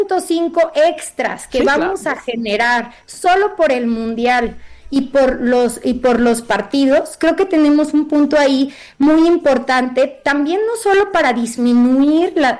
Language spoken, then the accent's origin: Spanish; Mexico; que a nosotros mismos como mexicanos nos va a beneficiar en gran gran manera.